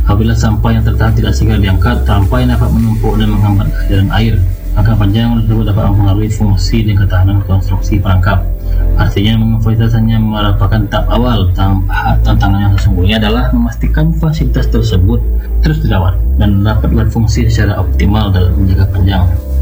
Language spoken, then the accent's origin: Indonesian; Padang, West Sumatra, Indonesia; kita sendiri sebagai warga Kota Padang.